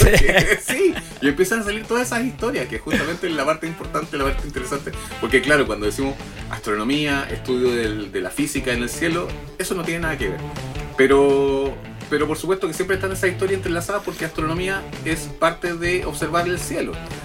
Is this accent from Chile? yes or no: yes; Chile; los chilenos cantamos el himno de Chile cuando tuvimos el eclipse solar del 2019.